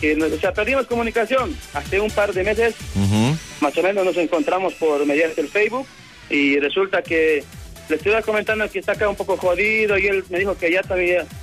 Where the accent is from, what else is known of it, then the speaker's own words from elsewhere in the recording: Bolivia; now in Argentina; No, soy boliviano, pandita.